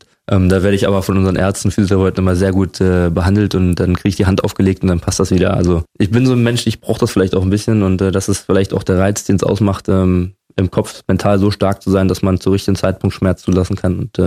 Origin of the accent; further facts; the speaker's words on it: Berlin, Germany; now in Falkensee, Germany; Das ist wirklich meine Heimat geworden. Und dementsprechend, wie gesagt, bin ich auch wirklich jetzt Brandenburger und nicht mehr Berliner.